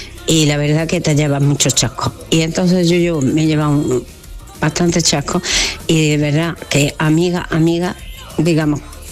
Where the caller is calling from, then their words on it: Villafranca, Andalusia, Spain; Es verdad … de Villafranca.